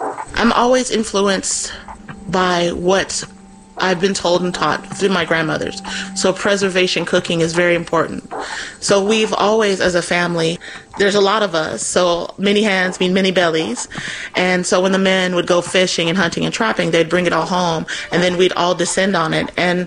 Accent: Louisiana, United States

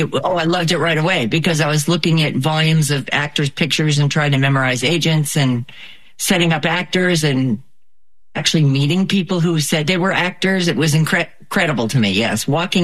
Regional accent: Massachusetts, United States; so I grew up in Massachusetts.

